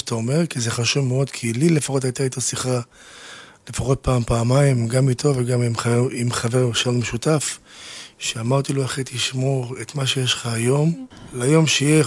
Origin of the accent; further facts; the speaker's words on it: Tel Aviv, Tel Aviv District, Israel; אחד שבא מהשכונות, באתי מכפר שלם